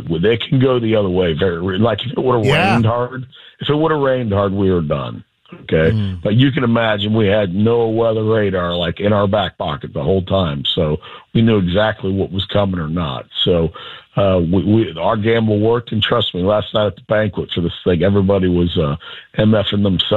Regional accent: Gahanna, Ohio, United States; I grew up in Gahanna, and, you know, during high school and way before that, actually in mid-Ohio

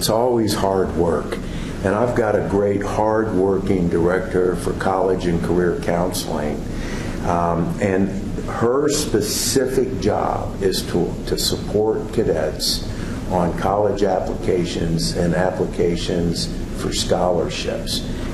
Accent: Mexico, Missouri, United States; I come from Mexico, Missouri

